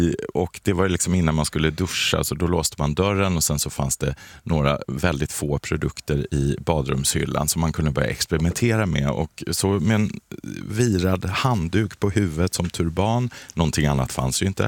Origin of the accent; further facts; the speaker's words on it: Kalmar, Kalmar County, Sweden; born there; moved away; jag kom ju från Kalmar från början. Där fanns det amatörteater.